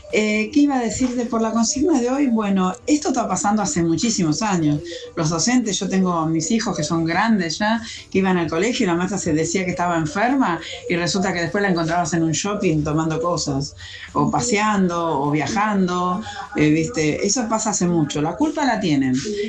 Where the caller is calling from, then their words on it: Escobar, Buenos Aires Province, Argentina; Hola Radio Latina … de Escobar, ingeniero Mayuit.